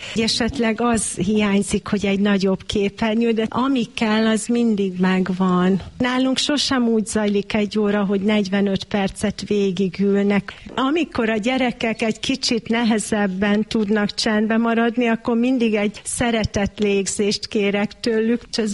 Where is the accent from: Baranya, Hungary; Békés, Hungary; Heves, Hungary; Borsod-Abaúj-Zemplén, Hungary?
Heves, Hungary; Zaránk; also born or lived in Kuwait; Én Heves megyében nőttem fel, három településsel arrébb Zaránkon.